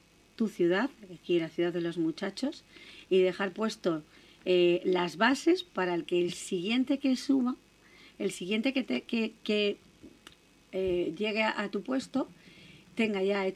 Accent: Leganés, Community of Madrid, Spain; yo soy de Leganés

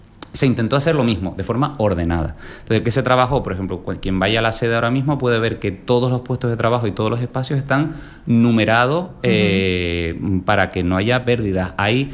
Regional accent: Canary Islands, Spain; soy canario

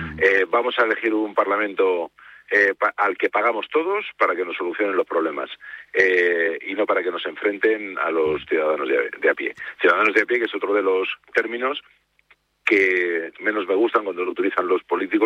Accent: Spain; Yo soy español por un lado, por lo tanto me decanto por Lamine, y madridista por otro

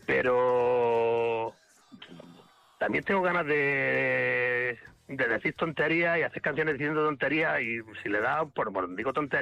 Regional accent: Granada, Andalusia, Spain; now in Almería, Spain; yo es que vivo en Almería, uh-huh, pero yo soy de Granada también.

